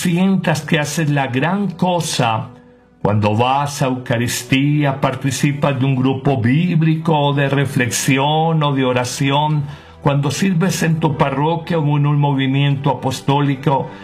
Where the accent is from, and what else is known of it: Colombia